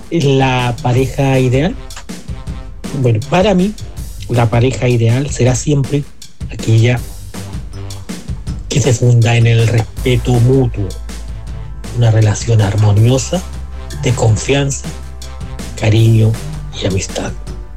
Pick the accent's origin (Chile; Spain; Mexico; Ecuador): Chile; Los Ángeles, Biobío; Muy buenos días desde mi tierra natal, esta vez de la ciudad de Los Ángeles.